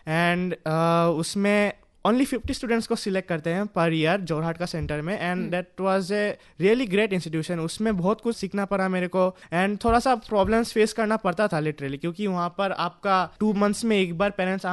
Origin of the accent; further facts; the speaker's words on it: Maibang, Assam, India; मेरे इलाके में, मैं जैसे कि मायबंग से बिलोंग करता हूँ, तो वहाँ पर मतलब एक स्टेबलाइज डॉक्टर नहीं है